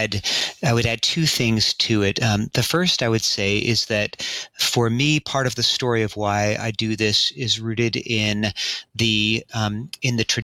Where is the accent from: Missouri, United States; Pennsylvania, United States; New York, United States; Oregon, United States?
Pennsylvania, United States; Philadelphia; now in Pittsburgh, United States; And so I grew up in Philadelphia. They were a part of a Christian community that was seeking to live out the faith in a lower income interracial community in Philadelphia.